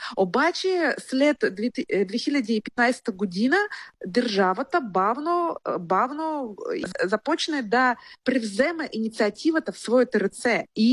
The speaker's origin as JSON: {"language": "Bulgarian", "town": "Tomsk", "region": "Tomsk Oblast", "country": "Russia", "tie": "born or raised there", "second_language": "Bulgarian", "moved": "yes", "said": "в моя роден град Томск"}